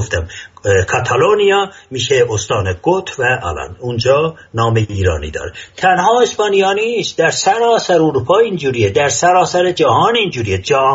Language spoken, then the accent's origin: Persian; Ardabil, Ardabil Province, Iran; من که اردبیلی هستم، دیگه چون من یه زبانی در اردبیل گفته میکنم